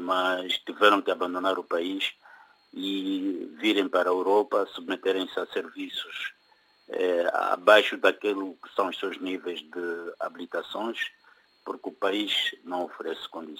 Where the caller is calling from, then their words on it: Angola; enquanto angolano